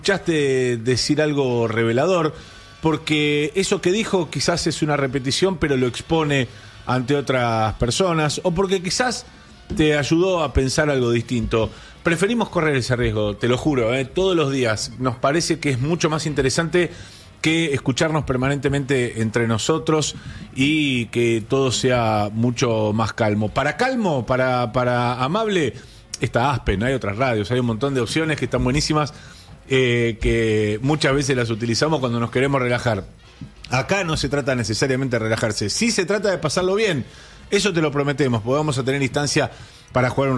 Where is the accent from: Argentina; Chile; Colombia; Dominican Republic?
Argentina